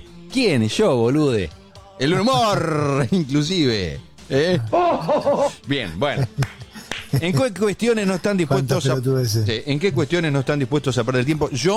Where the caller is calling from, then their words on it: General Rodríguez, Buenos Aires Province, Argentina; Buen día, Cali. … de General Rodríguez.